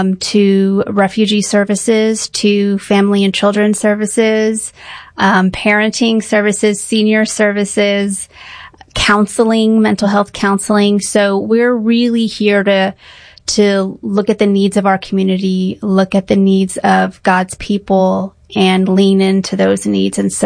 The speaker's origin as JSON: {"language": "English", "town": "San Antonio", "region": "Texas", "country": "United States", "said": "I'm from San Antonio. I've been in the nonprofit sector my whole career."}